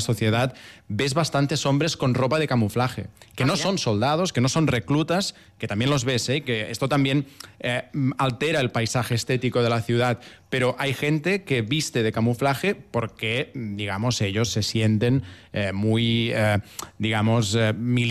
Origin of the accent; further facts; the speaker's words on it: Barcelona, Catalonia, Spain; moved away as an adult; now in Russia; en Barcelona, que es donde soy yo